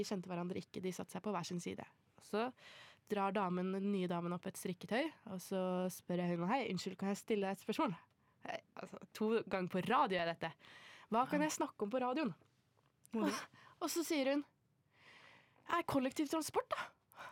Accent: Lillehammer, Innlandet, Norway; jeg er fra Lillehammer, så vi er født med ski på beina.

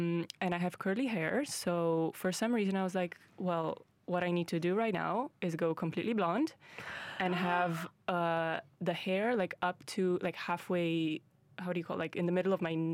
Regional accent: Romania; English is a second language; moved away as an adult; now in Netherlands; I was 18, and I was moving from Romania to the Netherlands.

